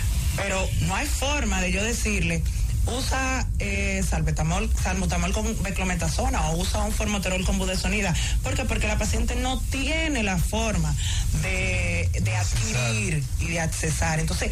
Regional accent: Dominican Republic

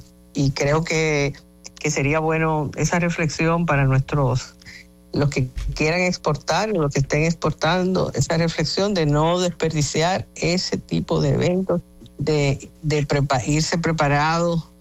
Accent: Dominican Republic; me duele como dominicana

